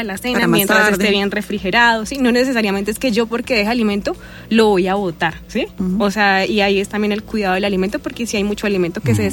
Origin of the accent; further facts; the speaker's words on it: Boyacá, Colombia; Soy de Boyacá, entonces yo he trabajado en varios municipios de Boyacá